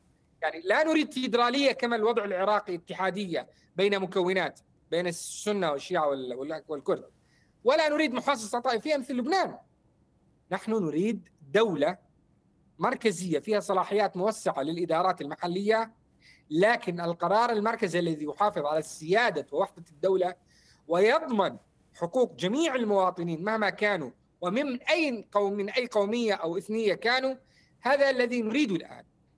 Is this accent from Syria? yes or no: yes; Al-Hasakah Governorate, Syria; من الحسكة